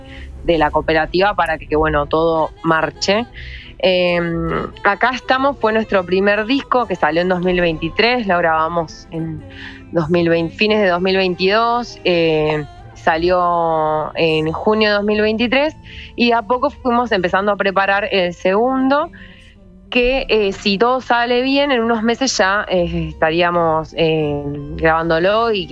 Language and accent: Spanish; Río Negro, Argentina; Yo soy de Río Negro.